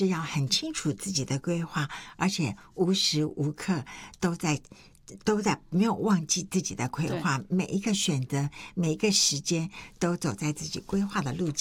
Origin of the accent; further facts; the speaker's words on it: Taiwan; 就是我是在眷村长大的嘛，那我们家是6个小孩